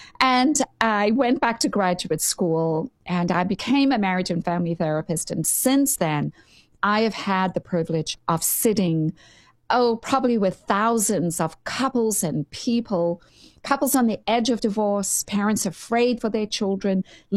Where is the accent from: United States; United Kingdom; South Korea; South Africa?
South Africa; I grew up in South Africa in a family deeply shaped by faith, ministry, psychology, and helping people.